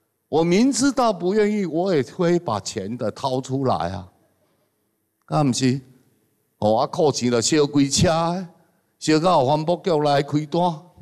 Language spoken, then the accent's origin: Chinese; Taiwan; 我们台湾人讲哦